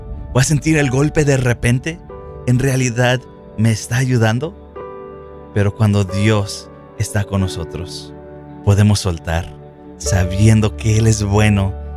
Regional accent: Texas, United States; Yo soy del este de Texas, entonces tal vez sea un poco country.

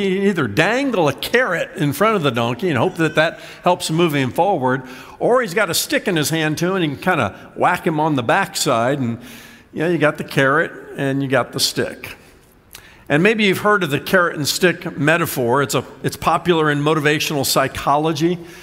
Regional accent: Indiana, United States; now in Virginia Beach, United States; growing up in Indiana, I remember that my parents had nicknames for us. Of course

